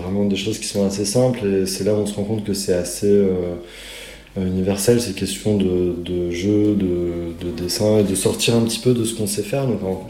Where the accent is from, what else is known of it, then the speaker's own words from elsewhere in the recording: Grenoble, Auvergne-Rhône-Alpes, France; now in Strasbourg, France; Alors j'habite à Strasbourg, mais je suis originaire de Grenoble.